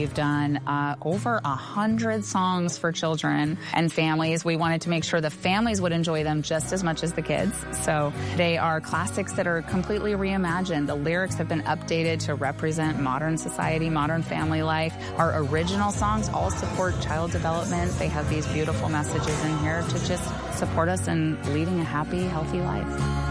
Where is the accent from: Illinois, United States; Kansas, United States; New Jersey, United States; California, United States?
California, United States; San Francisco; I spent a lot of time growing up in San Francisco as well